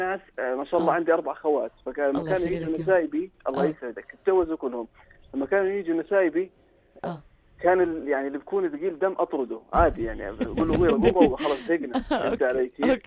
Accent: Jordan; أنا أردني

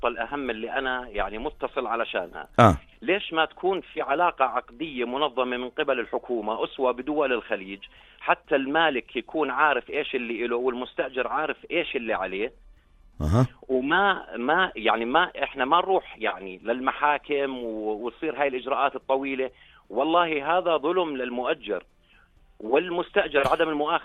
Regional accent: Jordan; عندنا في الأردن

